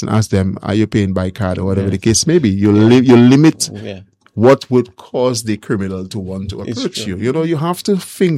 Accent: Barbados; I'm from Barbados.

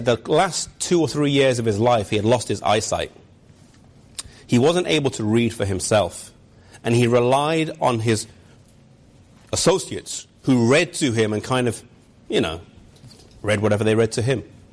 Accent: England, United Kingdom; moved away; Now, I come from England.

